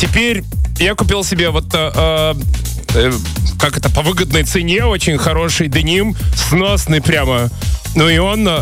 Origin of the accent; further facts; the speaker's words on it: Ventspils, Latvia; я из Венсполса